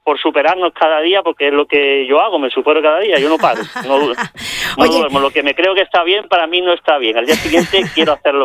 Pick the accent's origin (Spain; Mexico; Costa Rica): Spain; Extremadura; moved away; also born or lived in Barcelona; son 25 años lo que me he pasado en Barcelona, sí. Y después de 25 años pues me vuelvo a mi tierra, a Extremadura, donde está toda mi familia.